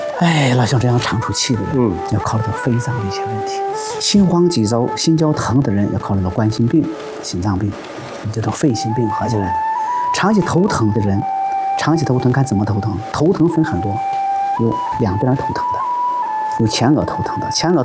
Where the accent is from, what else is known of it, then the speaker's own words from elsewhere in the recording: Shanxi, China; 我山西人嘛，山西的。